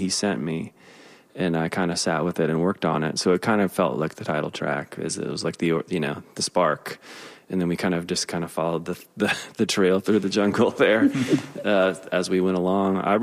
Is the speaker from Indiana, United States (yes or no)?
yes; Indianapolis, Indiana, United States; I grew up in Indianapolis, Indiana, and lived there, went to school in Bloomington, studied music.